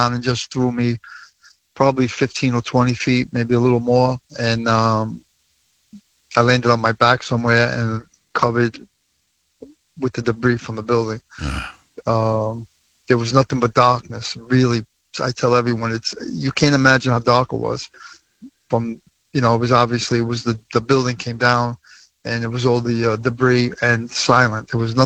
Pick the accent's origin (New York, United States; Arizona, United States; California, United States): New York, United States; Brooklyn; I knew people from my neighborhood growing up in Brooklyn